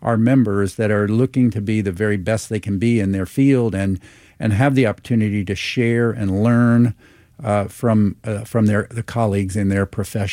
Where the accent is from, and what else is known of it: Atlanta, Georgia, United States; born or raised there